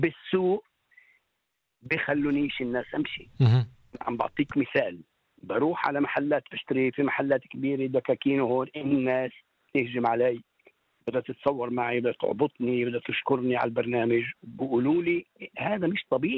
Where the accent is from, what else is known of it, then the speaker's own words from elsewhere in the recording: Palestine; جذوري وانتمائي الفلسطيني. فهذا مهم جدا. المطبخ الفلسطيني جزء من بلاد الشام الحبيبة، فأنا أفتخر بإني أنا جزء من بلاد الشام